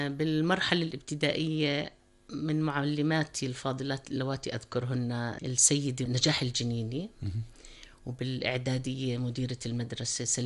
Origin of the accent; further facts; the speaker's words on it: Salt, Balqa Governorate, Jordan; نعم، أنا نشأت وترعرعت بمدينة السلط، درست بمدرسة يافا الابتدائية بالمرحلة الابتدائية، وفي مدرسة اليرموك الإعدادية للمرحلة الإعدادية، وأنهيت دراستي ثانوي مدرسة السلط الثانوي للبنات.